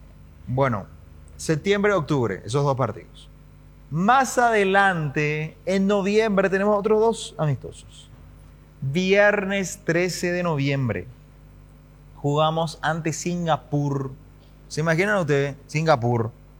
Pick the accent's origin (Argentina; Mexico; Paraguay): Paraguay